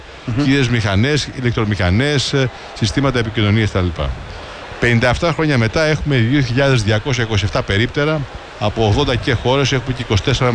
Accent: Chios, North Aegean, Greece; also born or lived in Spetses; εγώ είμαι Χιώτης.

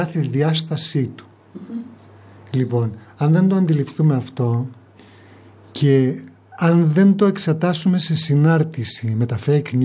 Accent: Velvento, Western Macedonia, Greece; Όχι, και δεν το λέω για το Βελβεντό και την πατρίδα μου, ναι.

